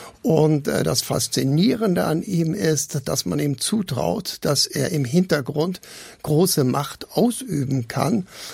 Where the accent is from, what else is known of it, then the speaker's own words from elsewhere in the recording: Southern Germany, Germany; Ich bin in Süddeutschland groß geworden.